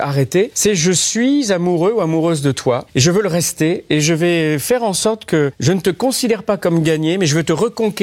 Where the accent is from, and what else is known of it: France